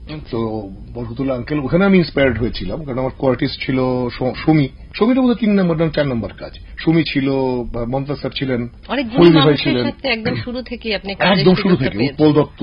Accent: Dhaka, Dhaka Division, Bangladesh; আমি একটা সরকারি স্কুলের ছাত্র ঢাকার, আমার জন্ম এবং বেড়ে ওঠা দুটোই ঢাকায়।

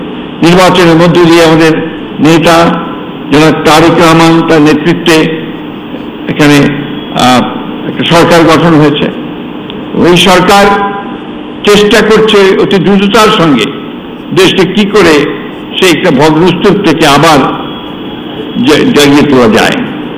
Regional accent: Bangladesh

